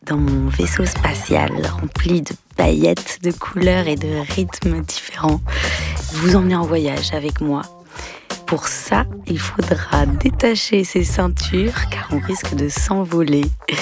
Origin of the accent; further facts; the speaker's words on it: France; also born or lived in Brazil; Je viens de la France et du Brésil. J'ai aussi vécu là-bas, un peu ailleurs.